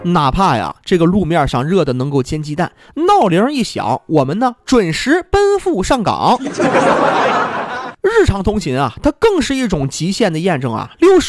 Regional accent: Northeast China, China

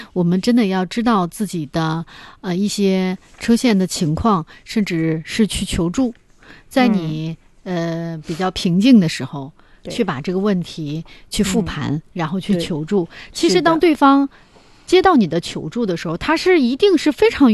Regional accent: Northeast China, China; 这个就是我们东北人的一个性格

